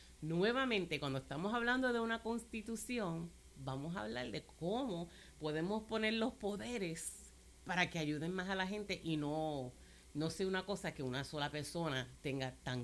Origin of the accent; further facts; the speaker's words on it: U.S. Virgin Islands; Pues ellos vienen acá a las Islas Vírgenes y nosotros no le podemos decir a ellos, tú no eres de aquí